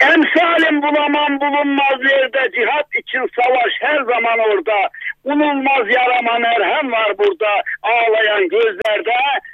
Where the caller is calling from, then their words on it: Kahramanmaraş, Turkey; Kahramanmaraş'tan arıyorum.